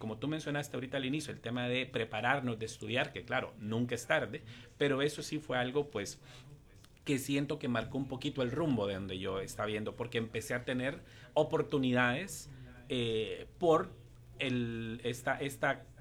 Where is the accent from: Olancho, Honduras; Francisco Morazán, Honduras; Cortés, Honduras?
Francisco Morazán, Honduras; Tegucigalpa; also born or lived in United States; crecí en Tegucigalpa, aquí estudié. Bueno, tuve algo interesante, que mi mamá persiguió el sueño americano cuando yo tenía 5 años.